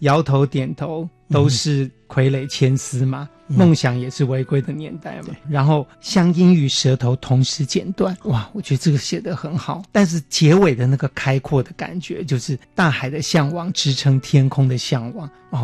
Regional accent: Taipei, Taiwan; 就是身为台北人、哦、可能很熟悉丽水街

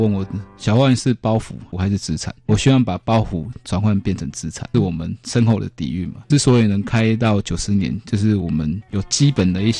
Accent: Taiwan; 就像我们台湾人对日本制也是有

